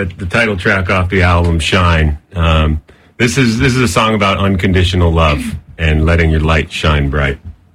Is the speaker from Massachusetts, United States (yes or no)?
yes; Concord, Massachusetts, United States; We grew up outside Boston in Concord, Mass